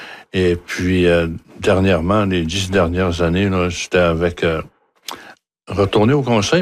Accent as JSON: {"language": "French", "town": "Sept-Îles", "region": "Quebec", "country": "Canada", "tie": "born there", "said": "Je suis né à Sept-Îles, pas loin de Sept-Îles. Puis, j'étais au pensionnat."}